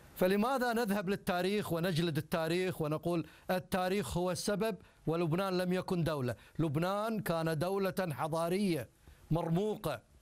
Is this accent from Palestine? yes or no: no; Iraq; لكن للأسف نحن دائما من العراق أستاذ عدنان أستاذنا الفاضل